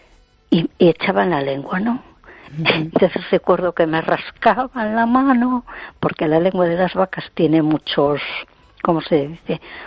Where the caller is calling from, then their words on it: A Coruña, Galicia, Spain; de Coruña.